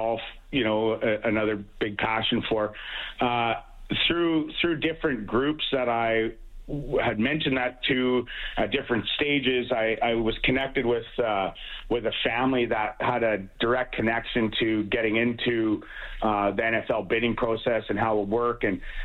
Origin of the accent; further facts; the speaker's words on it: Canada; as a Canadian owner, that this is kind of Canada's team going forward